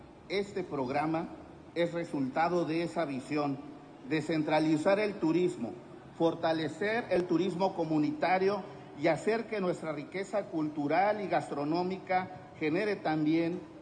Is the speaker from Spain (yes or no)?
no; Guerrero, Mexico; técnicas, recetas y formas de preparar nuestros alimentos que son parte de lo que somos como guerrerenses.